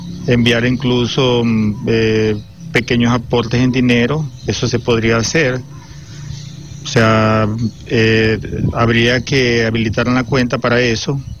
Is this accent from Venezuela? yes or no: yes; Venezuela; es nuestro país, es la capital de nuestra Venezuela, y nos afecta, como venezolanos también nos afecta lo que ha ocurrido allá